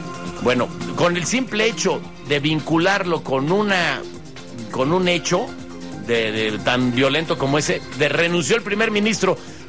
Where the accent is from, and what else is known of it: Mexico